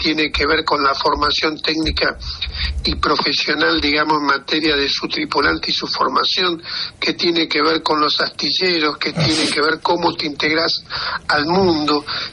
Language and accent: Spanish; Argentina; los argentinos